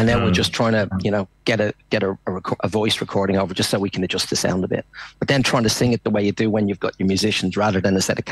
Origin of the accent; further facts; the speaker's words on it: Ireland; now in Australia; as an Irish musician